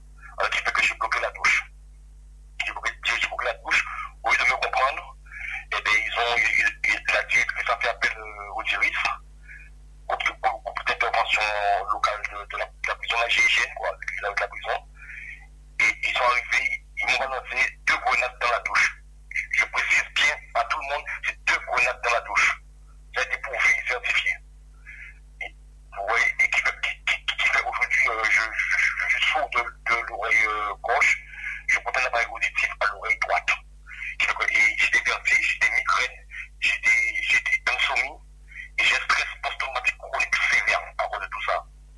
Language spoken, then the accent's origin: French; Guadeloupe; now in France; moi, je suis un Guadeloupéen et j'ai le mental.